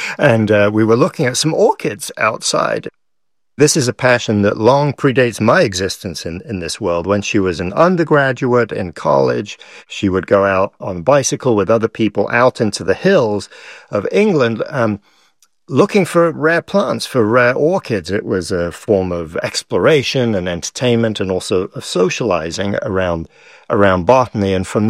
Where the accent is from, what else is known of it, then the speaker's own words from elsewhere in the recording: Paris, Île-de-France, France; I grew up in Paris and near Paris, where stepping on a lawn would get you in trouble, right?